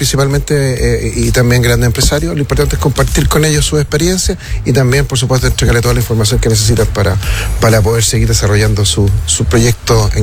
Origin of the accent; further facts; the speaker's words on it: Romeral, Maule, Chile; nosotros como chilenos y particularmente como romeralinos tenemos que estar a altura